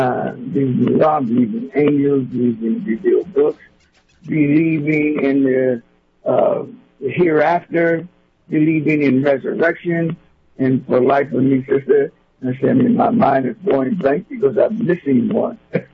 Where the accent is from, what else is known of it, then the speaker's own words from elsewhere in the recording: United States; as a descendant of enslaved people, and to some degree known as African American